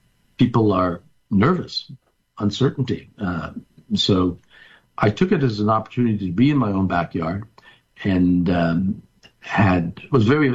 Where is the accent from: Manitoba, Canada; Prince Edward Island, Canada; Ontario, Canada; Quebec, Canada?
Quebec, Canada; also born or lived in Plattsburgh, United States